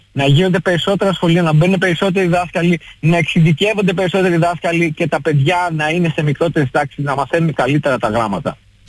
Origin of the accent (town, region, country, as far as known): Greece